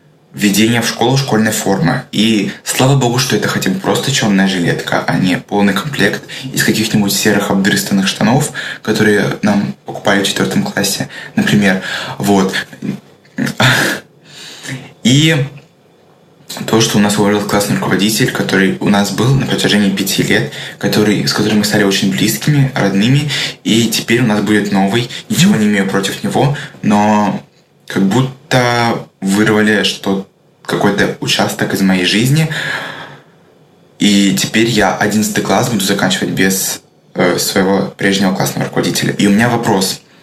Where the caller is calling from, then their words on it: Rostov Oblast, Russia; мне 16 лет, я из Ростовской области